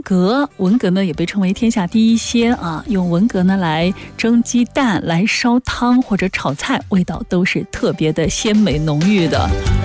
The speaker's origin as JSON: {"language": "Chinese", "town": "Nantong", "region": "Jiangsu", "country": "China", "said": "像我们这个南通地区的什么小眼睛鱼啦啊"}